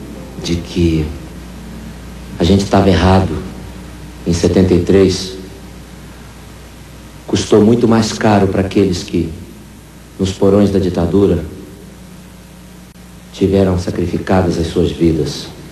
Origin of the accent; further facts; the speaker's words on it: Brazil; Não somos platinos, somos brasileiros